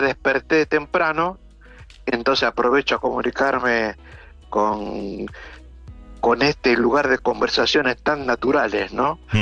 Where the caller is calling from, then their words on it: Buenos Aires, Argentina; yo en realidad vivo en Buenos Aires.